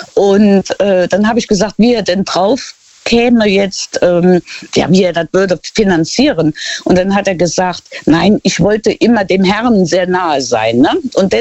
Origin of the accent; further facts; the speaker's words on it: Luxembourg; dieses Gemeinde-Café heißt das bei uns in Luxemburg